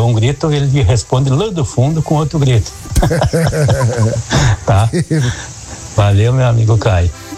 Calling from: Brazil; nós dois somos aqui da Praia São Jorge, e aqui a gente conversa por grito

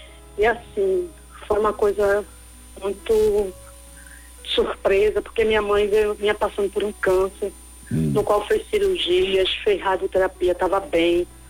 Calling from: Recife, Pernambuco, Brazil; Eu falo de Recife.

